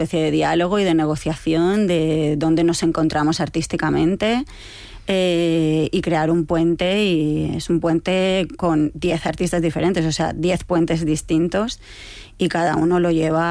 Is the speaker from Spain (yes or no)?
yes; Spain; Tengo un poco de presión porque siendo directora española siempre miran a ver a quién invita y tal.